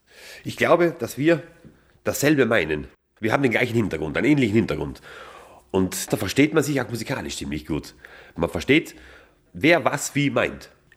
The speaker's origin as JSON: {"language": "German", "town": "Innervillgraten", "region": "Tyrol", "country": "Austria", "tie": "born or raised there", "said": "weil wir alle aufgewachsen sind in Innerfilgarten, mehr oder weniger, also der Großteil von uns."}